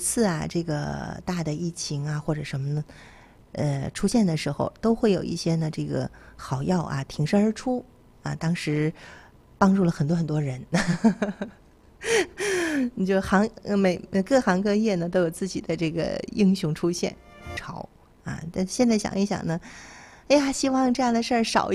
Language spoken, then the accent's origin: Chinese; Jinzhou, Liaoning, China; 咱们锦州人一定管它叫什么叫扑热息